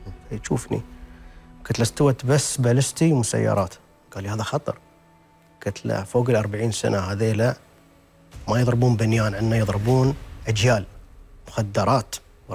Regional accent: United Arab Emirates; نحن بعد من الإمارات

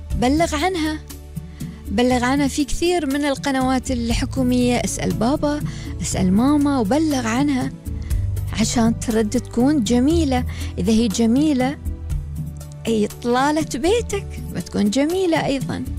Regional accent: United Arab Emirates; بلادنا الإمارات

